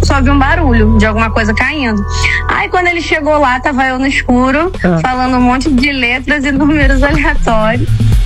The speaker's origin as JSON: {"language": "Portuguese", "region": "Rio de Janeiro", "country": "Brazil", "said": "Mas eu ainda me acho mais carioca do que a Zona Norte."}